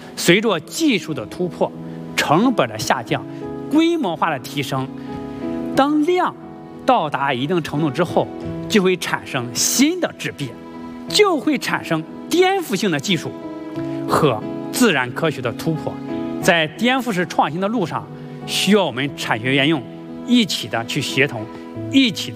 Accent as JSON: {"language": "Chinese", "country": "China"}